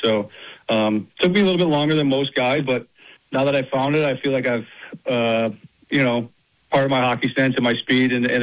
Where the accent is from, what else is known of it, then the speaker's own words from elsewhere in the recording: Detroit, Michigan, United States; we're going to head to Michigan. That's where I'm from. I'm from Detroit.